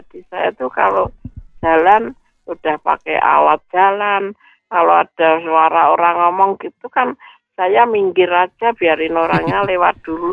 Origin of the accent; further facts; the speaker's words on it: Semarang, Central Java, Indonesia; moved away; kalau di Semarang dulu nyebutnya bentik.